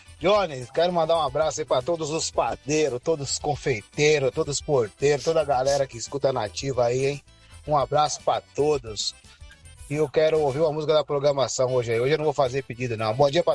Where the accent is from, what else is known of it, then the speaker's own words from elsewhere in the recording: Surubim, Pernambuco, Brazil; born there; now in São Paulo, Brazil; É, eu também sou do Pernambuco, hein, rapaz? Eu nasci em Surubim, mas minha família mora tudo em Cabo de Santo Agostinho.